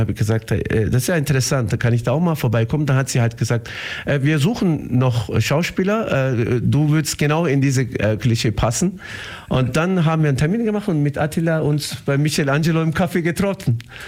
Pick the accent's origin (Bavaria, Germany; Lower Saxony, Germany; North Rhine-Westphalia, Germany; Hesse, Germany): Bavaria, Germany; Garmisch-Partenkirchen; born there; Ich bin in Garmisch-Partenkirchen geboren